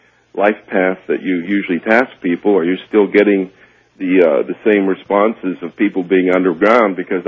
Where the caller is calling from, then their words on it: St. Petersburg, Florida, United States; in St. Petersburg, Florida.